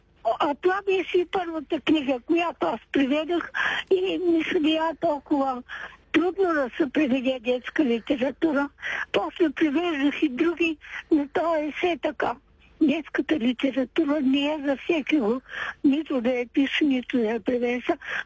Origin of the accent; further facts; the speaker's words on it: Ruse, Ruse Province, Bulgaria; аз съм от Руси, имам висше образование.